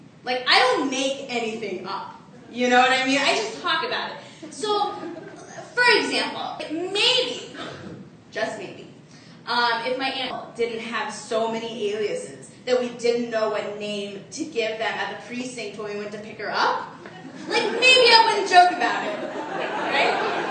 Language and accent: English; Arkansas, United States; So, like Sharup, I too am an immigrant. I'm from Arkansas. I love to joke about Arkansas, and I especially love to joke about my family.